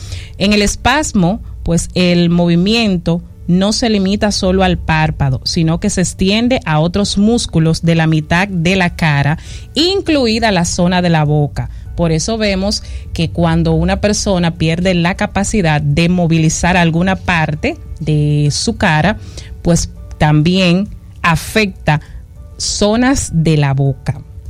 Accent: Dominican Republic; Somos dominicanos

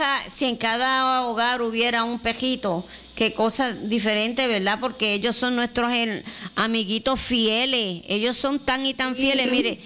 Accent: San Germán, Puerto Rico; also born or lived in Sabana Grande, Puerto Rico; porque yo me crié aquí en San Germán, pero sí soy pura sabaneña, nacida en el Hospital Viejo de Sabana Grande. Yo creo que yo soy de las últimas que nacieron allí.

